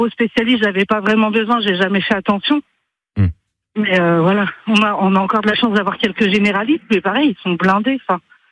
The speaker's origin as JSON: {"language": "French", "region": "Auvergne-Rhône-Alpes", "country": "France", "said": "Enfin, moi, je viens d'Auvergne, voilà."}